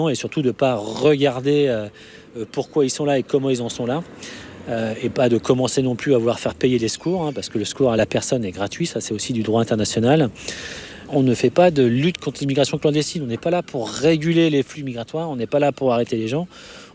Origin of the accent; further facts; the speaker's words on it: France; on est français